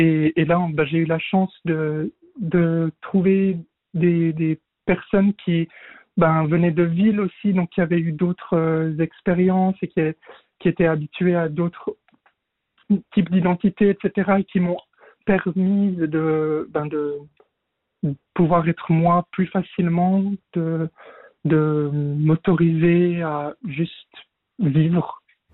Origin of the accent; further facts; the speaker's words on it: Moutier, Jura, Switzerland; J'ai grandi dans le Jura, enfin, dans une ville qui à la base était le canton de Berne et qui ensuite a changé au Jura récemment.